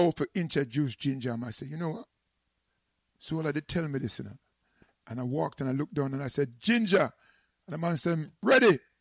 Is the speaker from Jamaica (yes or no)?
yes; Jamaica; I don't think we as Jamaicans really understand the impact we have on the world as a little island.